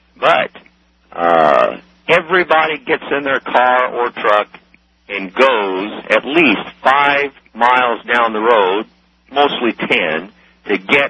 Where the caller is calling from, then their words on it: Murrayville, Illinois, United States; I'm calling from Murrayville, Illinois.